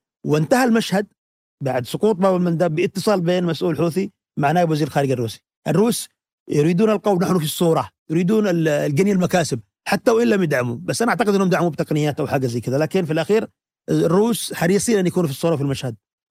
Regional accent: Yemen; انا كيمني.

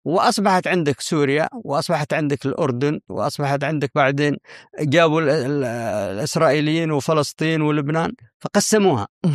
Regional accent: Yemen

